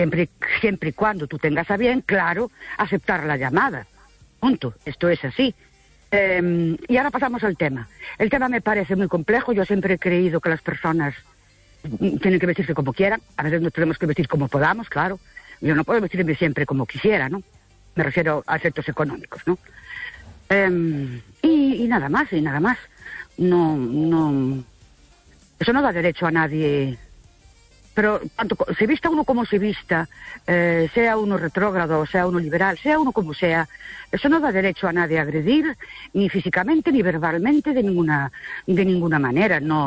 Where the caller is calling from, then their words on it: Ourense, Galicia, Spain; Hola, buenas noches. … de Urense otra vez.